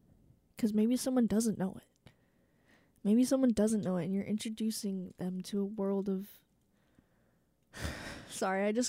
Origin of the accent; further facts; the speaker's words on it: Minnesota, United States; I am from Minnesota